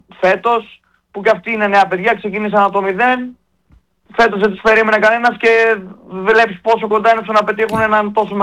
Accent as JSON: {"language": "Greek", "town": "Asyros", "region": "Central Macedonia", "country": "Greece"}